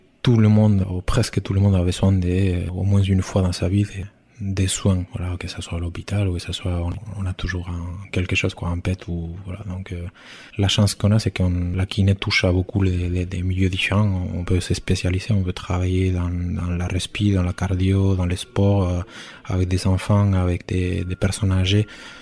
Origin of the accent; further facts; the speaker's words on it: Bilbao, Basque Country, Spain; French is a second language; moved away as an adult; now in Bayonne, France; Je suis de Bilbao. J'habite à Bayona et je travaille à la Ressort et je suis kiné.